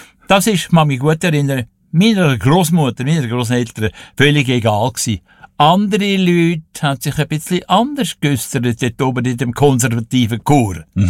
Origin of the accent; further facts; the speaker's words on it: Wallisellen, Zurich, Switzerland; Ich bin geboren in Zürich, aber aufgewachsen in Wallisellen.